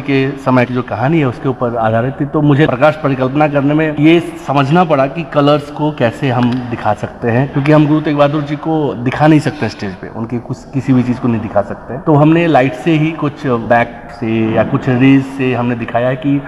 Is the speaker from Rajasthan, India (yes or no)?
no; Bihar, India; now in Delhi, India; मैं मूलतः बिहार से हूँ, दिल्ली में काम करता हूँ